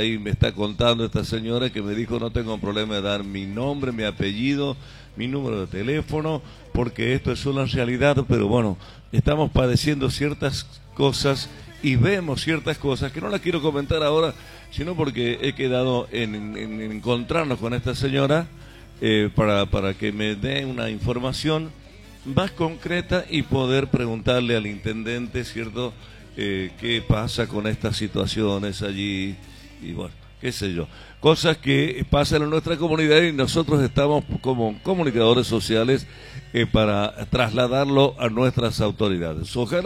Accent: Argentina

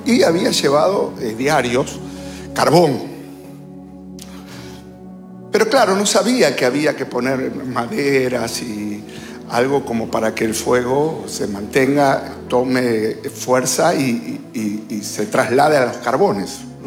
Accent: Buenos Aires, Argentina; Yo era bien jovencito. Me crié en la Capital Federal, así que yo nunca hice asado.

